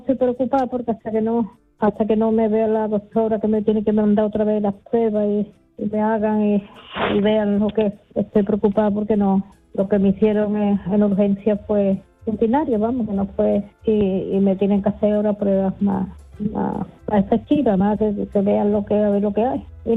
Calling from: Seville, Andalusia, Spain; Soy … de Sevilla.

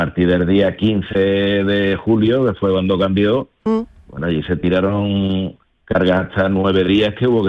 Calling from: Bollullos Par del Condado, Andalusia, Spain; En Bollullos Par del Condado.

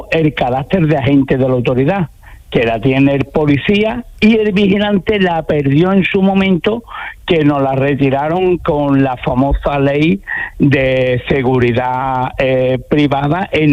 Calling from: Andalusia, Spain; Estoy en la Costa del Sol.

